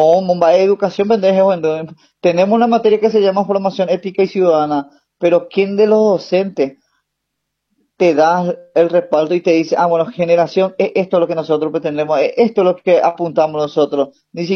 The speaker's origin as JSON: {"language": "Spanish", "town": "Irala Fernández", "region": "Presidente Hayes", "country": "Paraguay", "tie": "born or raised there", "said": "Hoy nos toca estar en lo que es el distrito de Irala Fernández, nacido y mal criado dentro de lo que es el complejo de la cultura indígena."}